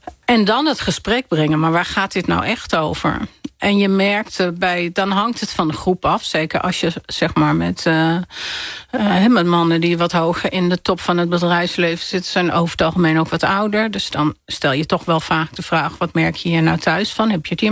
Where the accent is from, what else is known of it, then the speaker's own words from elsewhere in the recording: Amsterdam, North Holland, Netherlands; Nee, ik ben in Amsterdam opgegroeid. Heel veel uitgegaan. We zijn opgegroeid in Amsterdam-West.